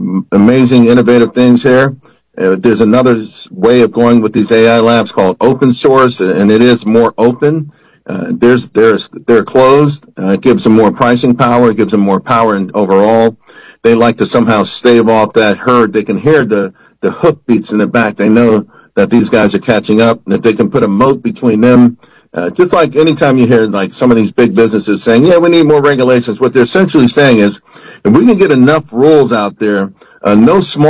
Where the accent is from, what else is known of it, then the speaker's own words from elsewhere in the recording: United States; we don't have a voice in this as American citizens